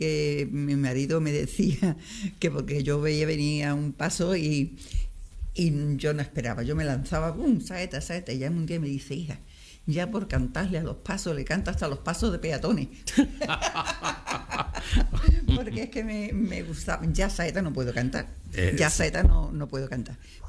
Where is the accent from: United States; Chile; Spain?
Spain; San Fernando, Andalusia; yo nací en la huerta del Carrascón, pero mi padrino fue donde yo nací, porque mi padre era militar, lo destinaron para acá